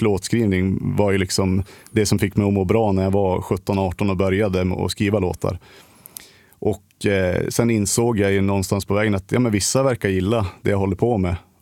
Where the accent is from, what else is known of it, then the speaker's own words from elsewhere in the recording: Västernorrland County, Sweden; att spela på hemmaplan. För då var det ju, ja, men du vet hur det är. Man är från ett litet ställe